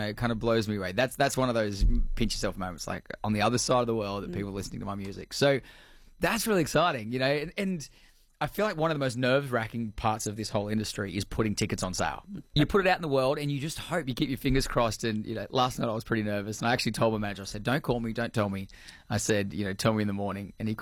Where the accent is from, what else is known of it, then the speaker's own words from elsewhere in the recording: Australia; that doesn't mean that I'm not a proud Australian and a proud Australian artist. Absolutely I am.